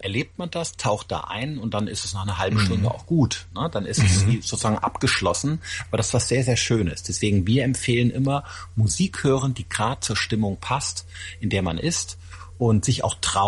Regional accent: Rhineland, Germany; Ich komme ja aus dem Rheinland.

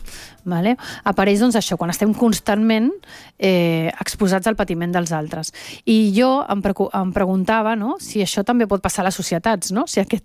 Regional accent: Venezuela; jo també sóc de Venezuela, que tinc una connexió emocional, que forma part de la meva vida aquella terra

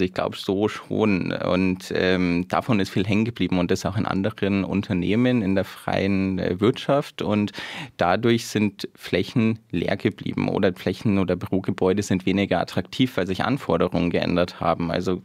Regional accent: Bavaria, Germany; moved away as an adult; also born or lived in Bremen; bin eigentlich gebürtiger Bayer, komme aus der Nähe von Ingolstadt und wollte damals einfach einmal raus aus der Heimat.

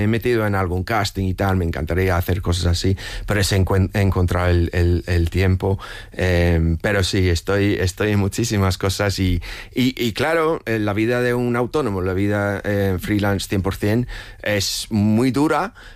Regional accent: United Kingdom; born there; Spanish is a second language; moved away; me afinca mucho en mi país natal

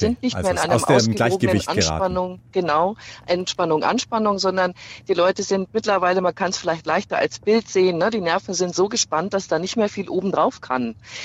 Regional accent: Regensburg, Bavaria, Germany

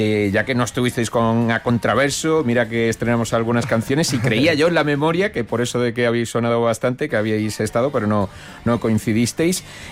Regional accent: Andalusia, Spain; Que a mí me encanta porque como andaluz, pues sé pronunciarla muy bien.

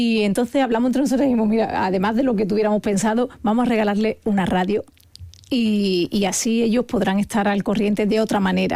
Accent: Andalusia, Spain; por mi tierra, porque los andaluces han demostrado a lo largo de la historia que tienen una capacidad de sacrificio tremenda

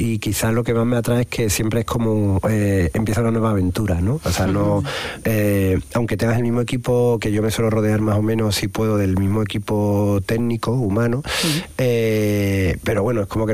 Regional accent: Andalusia, Spain; accent: Andalusian; Yo creo que tenemos un acento precioso que bueno, que puede tener cualquier personaje en una película, desde un banquero a quien sea, ¿no? Y creo que esta generación de cineastas, digamos, más jóvenes andaluces, no tiene ningún complejo en ese sentido

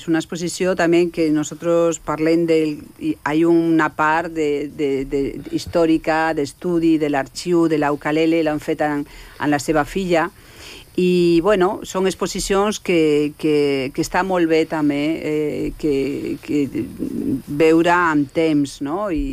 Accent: A Coruña, Galicia, Spain; Catalan is a second language; also born or lived in Madrid / Paris; now in Barcelona, Spain; Jo m'he format a París, sí. Jo sóc gallega i de Galícia, jo sóc de la Coruña, i de Coruña he anat a Madrid. He viscut el Madrid de los 80, no? I després m'he anat a París, no?

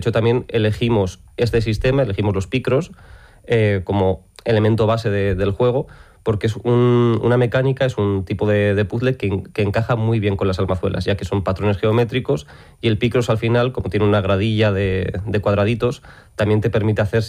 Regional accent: Ortigosa de Cameros, La Rioja, Spain; yo nací en Cameros, yo me he criado en Peña los Cintos, en la aldea de Ortigosa

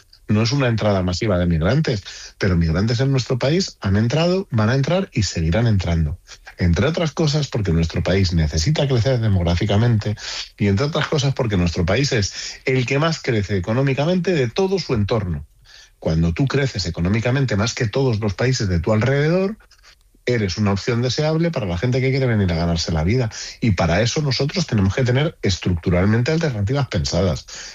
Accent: Spain; te tienes que hacer cargo porque todos somos españoles

